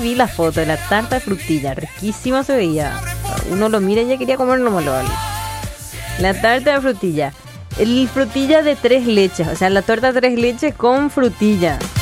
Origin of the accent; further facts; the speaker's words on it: Paraguay; el paraguayo habla yopará. Difícilmente alguien habla guaraní puro, a menos que seas profe guaraní. Nosotros sabemos yocor.